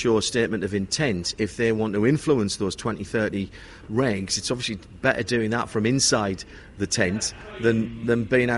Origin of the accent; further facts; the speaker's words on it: Sunderland, North East England, United Kingdom; I think this week, up in my hometown in Sunderland, the biggest car manufacturing plant in the UK is Nissan.